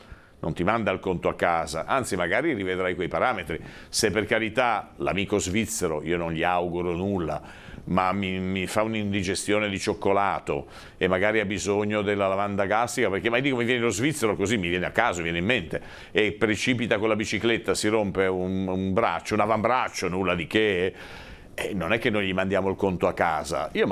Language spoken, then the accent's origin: Italian; Genoa, Liguria, Italy; born there; Quindi io sono nato a Montalegro, c'era già, sono nato a Villa Serena, c'era già